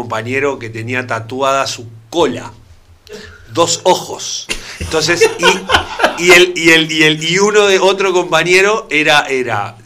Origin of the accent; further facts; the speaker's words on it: Montevideo, Uruguay; moved away as an adult; now in Maldonado, Uruguay; yo soy montevideano, Nando, nací en 18 de julio